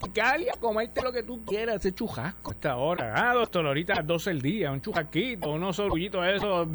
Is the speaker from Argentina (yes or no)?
no; Puerto Rico